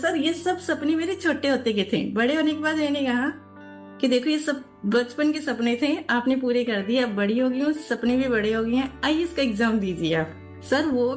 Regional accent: Rajasthan, India; Sir मैं राजस्थान से हूँ।

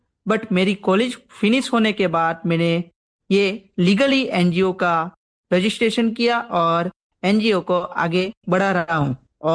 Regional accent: Rajpipla, Gujarat, India; also born or lived in Dhanpur; मैं गुजरात स्टेट के राजपिपला शहर से बिलोंग करता हूं

